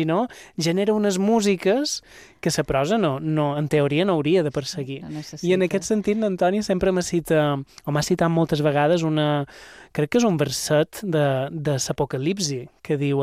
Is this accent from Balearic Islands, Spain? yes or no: yes; Ses Salines, Balearic Islands, Spain; jo som de Set Salines, ella és de Santanyí, és lèxic, és pràcticament el mateix, fins i tot paraules que només se diuen en aquell radi de 25 quilòmetres